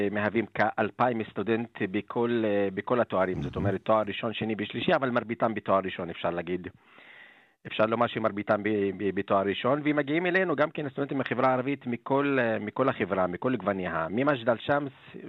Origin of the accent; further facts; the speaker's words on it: Arab al-Aramshe, Northern District, Israel; במקור צפונאי מערב אל-עראם של יד הגבול.